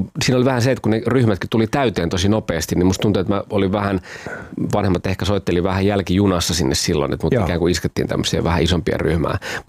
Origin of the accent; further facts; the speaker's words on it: Pori, Satakunta, Finland; also born or lived in Kuorevesi; me muutettiin tosiaan silloin sieltä Kuorovedeltä Poriin ja mä aloitin tokaluokan siellä